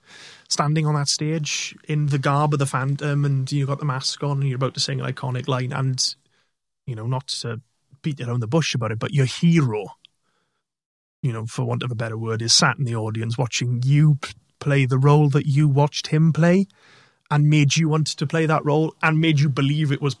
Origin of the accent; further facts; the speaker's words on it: Llanelli, Wales, United Kingdom; And people will say, where are you from? And a lot of people say, oh, I'm from Llanelli, but they'll say, I'm from Swansea, or just west of Swansea. But no, I'm from Llanelli and I'm proud of it, and I'll always be proud to be from you.